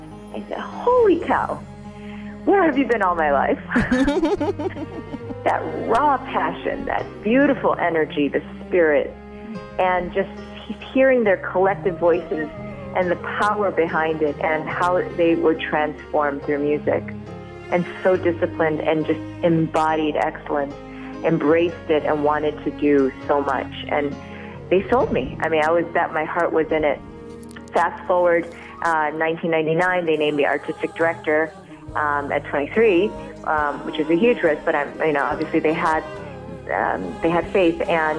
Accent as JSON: {"language": "English", "town": "Chicago", "region": "Illinois", "country": "United States", "tie": "born or raised there", "said": "Well, I had the great fortune of, being a Chicagoan. I was born and raised here, even though my parents were from Korea, North and South, respectively."}